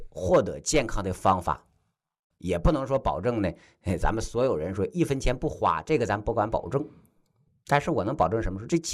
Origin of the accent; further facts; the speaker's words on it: China; 我们中国人有没有自己的医生啊？